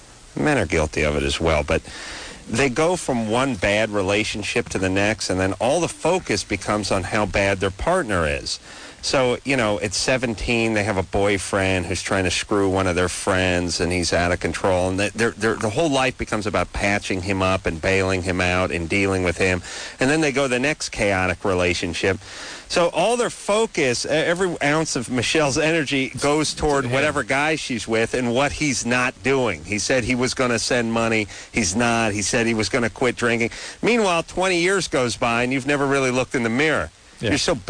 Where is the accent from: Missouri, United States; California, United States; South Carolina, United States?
California, United States; Los Angeles; I'm from North Hollywood.